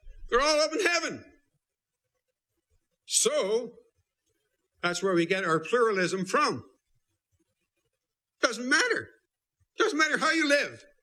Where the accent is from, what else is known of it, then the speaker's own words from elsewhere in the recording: Belfast, Northern Ireland, United Kingdom; Belfast, my hometown.